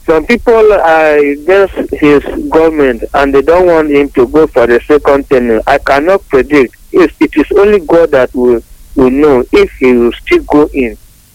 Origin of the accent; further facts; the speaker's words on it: Cross River, Nigeria; now in Iwo, Nigeria; I'm from Cross River State.